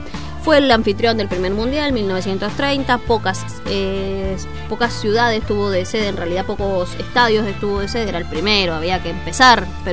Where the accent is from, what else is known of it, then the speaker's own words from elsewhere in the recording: Argentina; a nosotros, como argentinos, nos quedó obviamente su imagen de todos los campeonatos que ganó con River